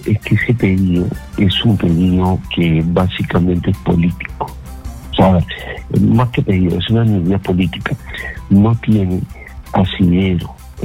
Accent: Peru; el pueblo somos todos los peruanos.

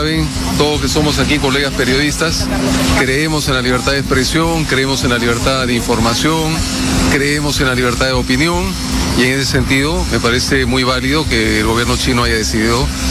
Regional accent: Peru; la gran mayoría de los peruanos estamos muy contentos de la llegada del secretario Rubio.

